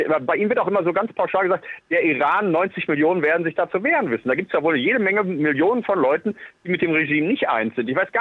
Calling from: North Rhine-Westphalia, Germany; wie man hier am Niederrhein sagt.

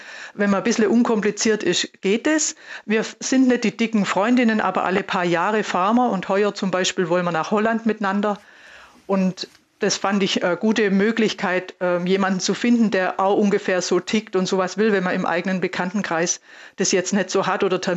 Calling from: Munich, Bavaria, Germany; ich komme aus München. Und ich bin 60

